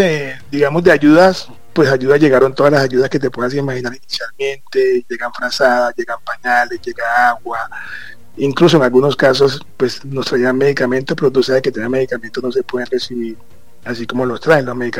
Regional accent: Buenaventura, Valle del Cauca, Colombia; Yo soy de Buenaventura

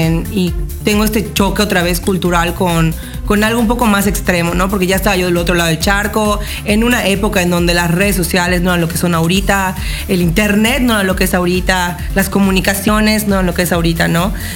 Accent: Yucatán, Mexico; moved away as an adult; now in Europe; un espejo de lo que somos nosotros los mexicanos y los yucatecos.

